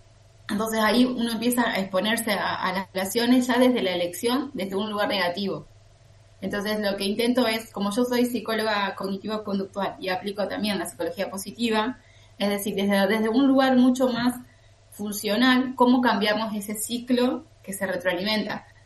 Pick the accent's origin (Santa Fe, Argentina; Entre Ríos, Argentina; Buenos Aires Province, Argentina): Entre Ríos, Argentina; Concordia; yo soy de Concordia es una ciudad muy chica